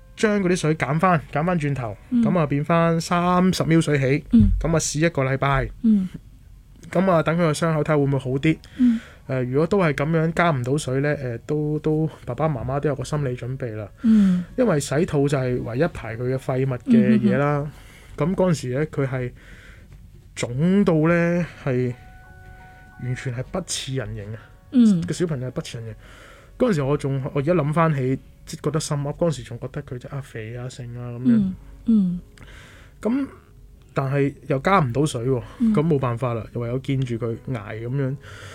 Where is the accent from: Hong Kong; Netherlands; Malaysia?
Hong Kong; 我嚟自香港